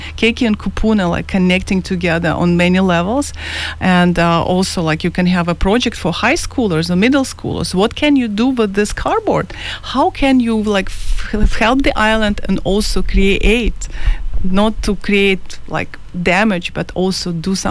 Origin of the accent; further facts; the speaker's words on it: Ukraine; also born or lived in Vancouver, Canada / Paris, France / Malaga, Spain / Marbella, Spain; now in Kauai, United States; I grew up in Ukraine